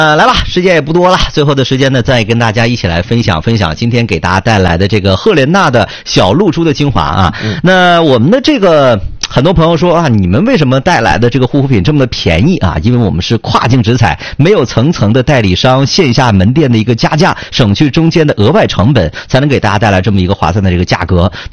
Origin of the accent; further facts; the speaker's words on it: Northeast China, China; 我们东北人